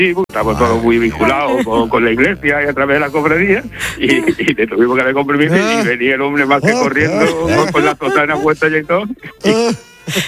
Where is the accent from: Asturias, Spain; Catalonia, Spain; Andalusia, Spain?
Andalusia, Spain; como somos de Belén, Málaga, y aquí estamos todos metidos en cofradía, pues Belén, Málaga tiene 19 cofradías, que creo que es el pueblo de España con más cofradías.